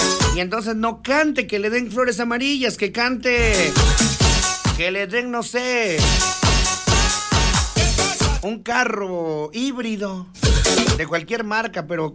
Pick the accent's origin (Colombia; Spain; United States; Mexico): Mexico; si nosotros somos mexicanos